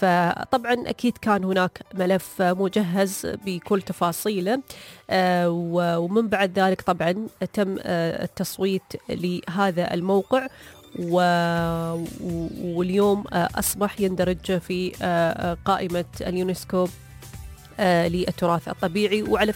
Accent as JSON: {"language": "Arabic", "country": "United Arab Emirates", "said": "احنا عندنا في الإمارات"}